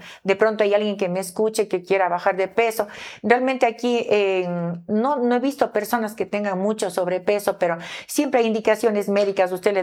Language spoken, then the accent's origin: Spanish; Ecuador; Somos latinos, somos gente buena, los ecuatorianos somos gente de bien y que Dios les bendiga siempre.